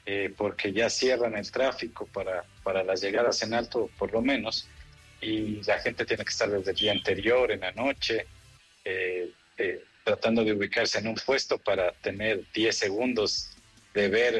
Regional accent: Ecuador

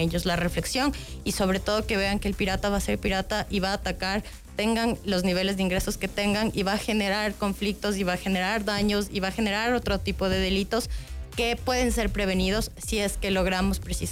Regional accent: Ecuador; nosotros mismos como ecuatorianos.

